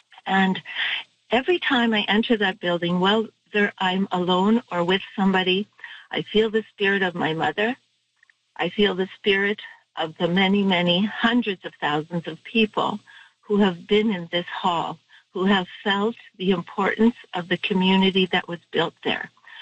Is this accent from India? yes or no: no; Regina, Saskatchewan, Canada; born there; now in Winnipeg, Canada; I was born in Regina, so I moved to Winnipeg to dance with Rusalka, Ukrainian dancers.